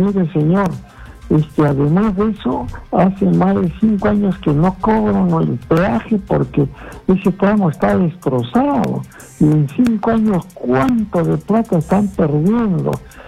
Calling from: Chasquitambo, Ancash, Peru; Llamo de acá de Chasquitambo.

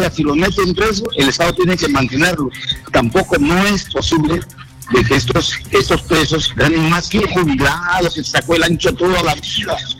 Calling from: Peru; yo ya me molesto como todos los peruanos.

